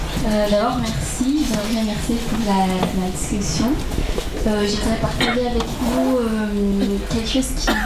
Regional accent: Brazil; je suis brésilienne. En portugais brésilien, le deuil, le mot c'est luto

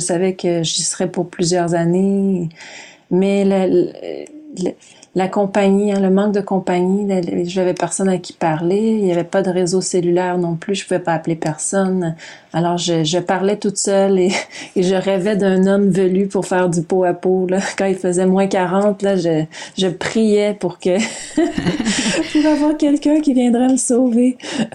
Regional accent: Quebec, Canada; accent: Quebec French; Moi, je le porte fièrement, le français québécois, là, même si j'ai un accent un peu bizarre, peut-être pour certains qui nous écoutent.

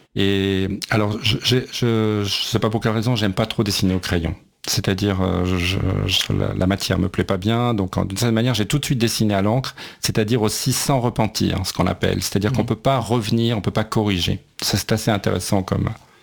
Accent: Algeria; born there; also born or lived in Chicago, United States; En réalité, je suis né en Algérie, et quand j'étais gamin, en fait, même avant de savoir qu'est-ce que c'était que d'être chez soi

